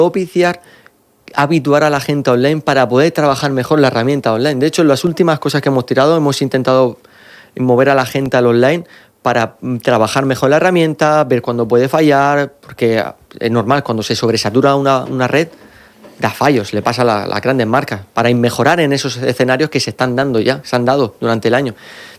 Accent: Region of Murcia, Spain; colaborar con gente de Murcia. Era una de las cosas que le veía. Yo tengo que darle visibilidad a cosas de mi tierra. Tengo que darle visibilidad a artistas de mi tierra.

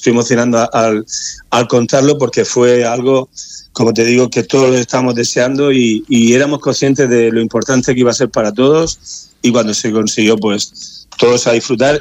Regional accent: Region of Murcia, Spain; saliendo evidentemente de mi tierra, de Murcia

